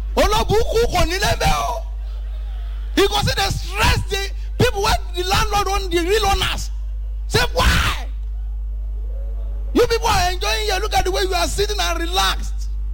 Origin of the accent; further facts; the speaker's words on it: Ibadan, Oyo, Nigeria; I grew up in Ibadan. A very tough place to live. My background is very bad.